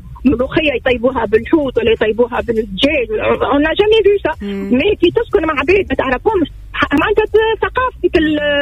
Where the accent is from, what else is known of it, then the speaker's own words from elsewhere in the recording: Nabeul, Nabeul Governorate, Tunisia; moved away as an adult; خاطر انا جافي 18 ans وقت اللي خرجت انا من نابل دونك كي مشيت للمسكين ما كنت صغيره